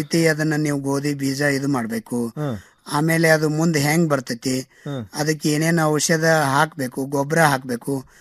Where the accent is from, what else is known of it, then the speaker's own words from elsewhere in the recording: Bommanahalli, Karnataka, India; ನಂದು ವಿಜಯಪುರ ಜಿಲ್ಲೆ ಬಸವನ ಬಾಗೇವಾಡಿ ತಾಲೂಕಿನ ಬೊಮ್ಮನಹಳ್ಳಿ ಗ್ರಾಮ ಅಂತೇಳಿ.